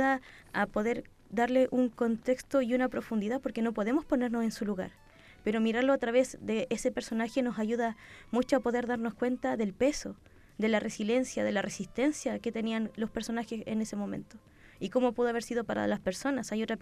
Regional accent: Chile; uno les gusta porque se siente identificado como chileno.

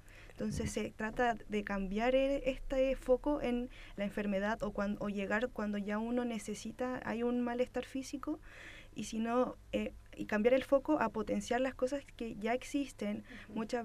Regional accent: Chile; como sociedad o como chilenos o como país

